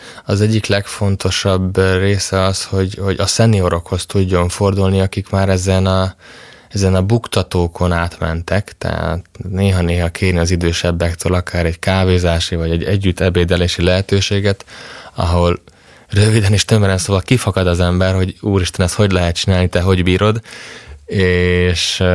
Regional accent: Nagykanizsa, Zala, Hungary; Én Zalából származom, Zala megyéből, Nagykanizsán nőttem fel, és ha jól tudom, akkor Zala megyében elég magas a katolikus hívők aránya

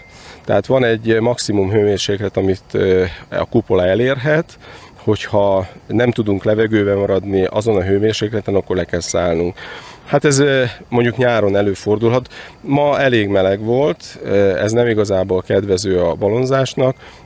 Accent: Sopron, Győr-Moson-Sopron, Hungary; én Sopronból jöttem, és Sopron környékén szoktunk balonozni.

